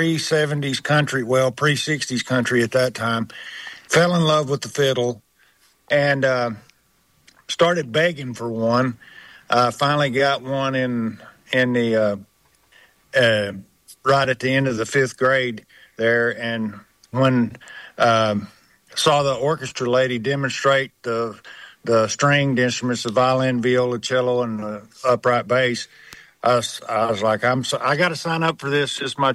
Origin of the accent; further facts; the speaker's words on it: Little Rock, Arkansas, United States; born and raised in Arkansas, lived in Little Rock.